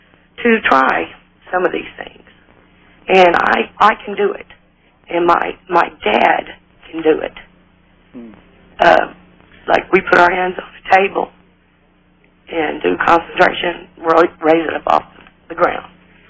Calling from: Fort Smith, Arkansas, United States; I'm calling from Fort Smith, Arkansas.

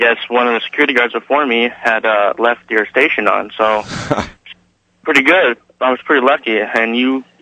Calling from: Lakewood, Washington, United States; I'm calling from Lakewood, Washington.

